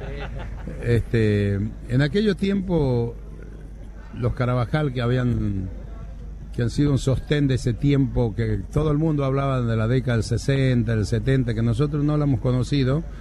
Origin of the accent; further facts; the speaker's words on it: Argentina; seamos como el mexicano orgulloso de la música, de nuestra música argentina, que es muy fuerte, muy grande